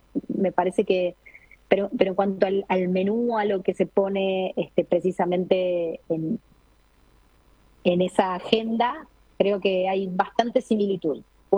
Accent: Montevideo, Uruguay; Yo soy de Montevideo

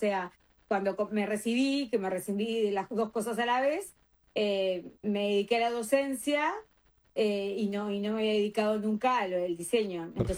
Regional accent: Cardona, Soriano, Uruguay; moved away as an adult; now in Playa Fomento, Uruguay; nací en Cardona, bueno, y me fui a vivir a Colonia La Rañada. O sea, viví en Colonia La Rañada toda la vida. Fui a la escuela y al liceo público ahí en Cardona. Y hoy en día vivo en Playa Fomento, que es cerca de Nueva Helvecia, para los que nos conocen, que es aquí en el departamento de Colonia.

